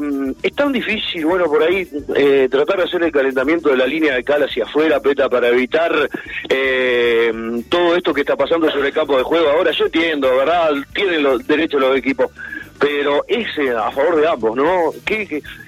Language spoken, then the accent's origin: Spanish; Uruguay; Rodrigo, te aprovecho para preguntarte, por ahí, como buen uruguayo, venimos sobre la hora